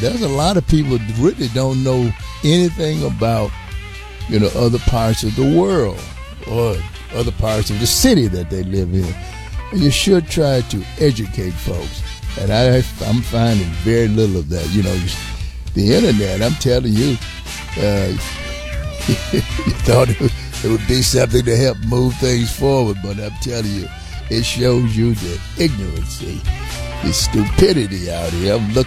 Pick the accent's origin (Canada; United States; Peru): United States; Hey, I'm an American black man, and very, very proud of it.